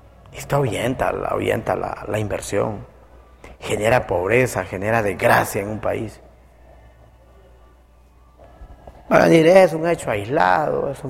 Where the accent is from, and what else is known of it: Honduras